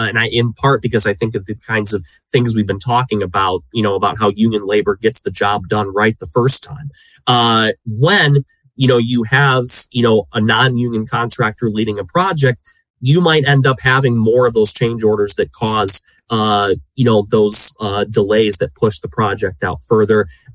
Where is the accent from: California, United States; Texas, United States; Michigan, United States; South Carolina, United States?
Michigan, United States; And even take my home state of Michigan.